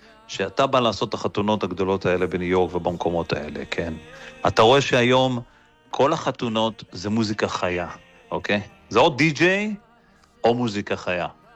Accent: Jerusalem, Jerusalem District, Israel; אני חצי... מרוקאי, חצי עיראקי, ו-99% ירושלמי.

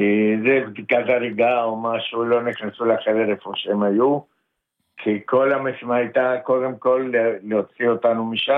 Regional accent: Argentina; Hebrew is a second language; now in Urim, Israel; שלום, קודם כל אני מקיבוץ אורים.

